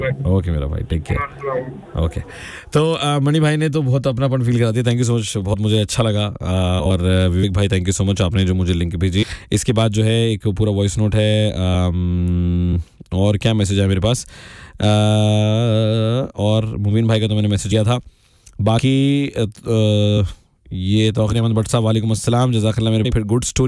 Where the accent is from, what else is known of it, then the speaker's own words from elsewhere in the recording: Chandigarh, India; also born or lived in Sonipat / Delhi; मैं चंडीगढ़ में ही पैदा हुआ हूँ, पला बड़ा हूँ वहाँ पे काफी वक्त तक।